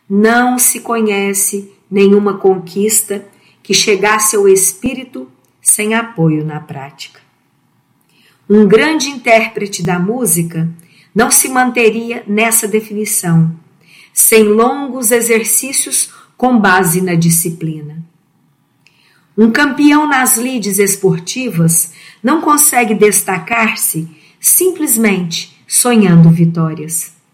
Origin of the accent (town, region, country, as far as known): Uberlândia, Minas Gerais, Brazil